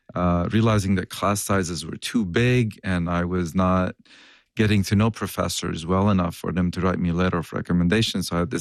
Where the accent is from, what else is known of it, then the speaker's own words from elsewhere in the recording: Lebanon; moved away; I grew up in Lebanon. I was literally 8 years old when the civil war started there. So not the most easiest of childhoods.